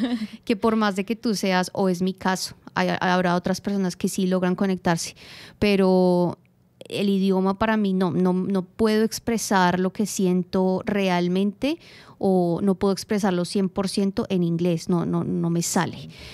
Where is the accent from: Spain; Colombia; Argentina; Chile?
Colombia; moved away as an adult; now in Australia; Hablo de Colombia, hablo de mi experiencia.